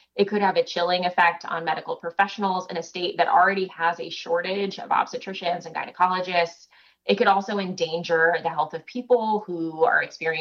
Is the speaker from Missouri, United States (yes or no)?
yes; Missouri, United States; moved away as an adult; also born or lived in Washington, District of Columbia, United States; I'm happy to be back in my home state for sure.